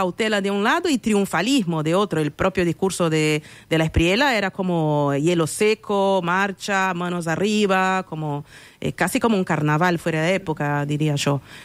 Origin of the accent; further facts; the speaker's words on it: Brazil; Y mira que yo vengo del Brasil de Bolsonaro, pero va innovando ese hombre